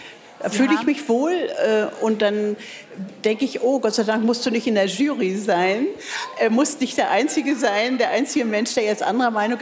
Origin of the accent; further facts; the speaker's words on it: Berlin, Germany; ich bin eine Berliner Spottdrossel.